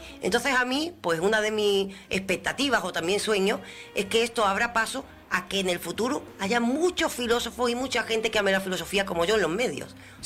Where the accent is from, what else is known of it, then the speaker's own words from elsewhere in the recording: Andalusia, Spain; querernos un poco más a nosotros mismos como andaluces.